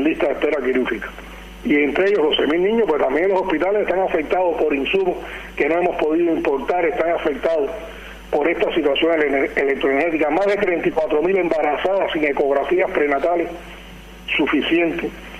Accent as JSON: {"language": "Spanish", "country": "Cuba", "said": "de nosotros como pueblo cubano"}